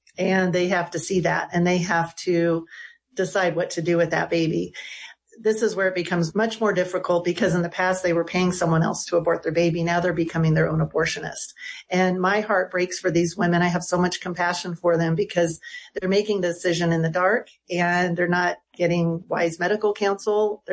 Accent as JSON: {"language": "English", "region": "California", "country": "United States", "tie": "born or raised there", "said": "I was born and raised in California."}